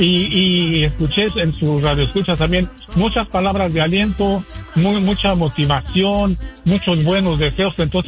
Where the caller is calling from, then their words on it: Mexico; yo soy mexicano.